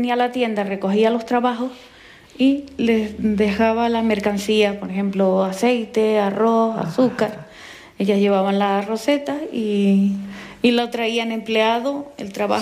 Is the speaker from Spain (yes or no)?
yes; Vilaflor, Canary Islands, Spain; Pues yo nací en La Escalona, es un barrio de Vilaflor. Entonces allí pues es pequeñito.